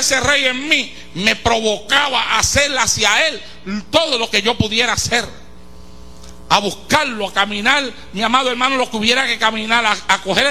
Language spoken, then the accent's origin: Spanish; Santa Isabel, Puerto Rico